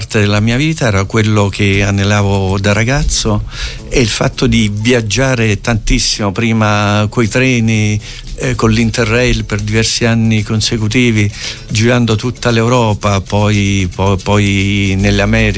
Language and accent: Italian; Basilicata, Italy; Io sono un lucano.